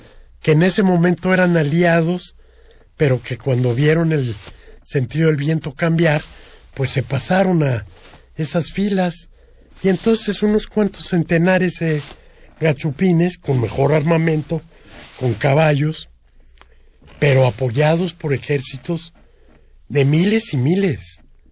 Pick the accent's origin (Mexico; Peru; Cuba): Mexico; Saltillo, Coahuila; born there; Yo nací en Saltillo, Coahuila, muy lejos de sentirme cercano a los mexicas.